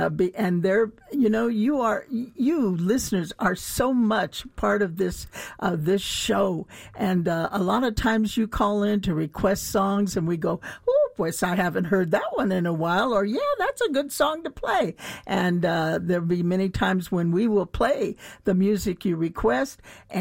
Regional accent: North Platte, Nebraska, United States; born there; Actually, you know, I was born in North Platte, so we're neighbors

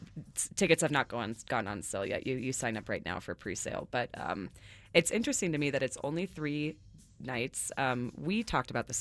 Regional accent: Reno, Nevada, United States; I'm a native Nevadan. I'm from Reno, so I'm always very interested in the goings-on in Vegas.

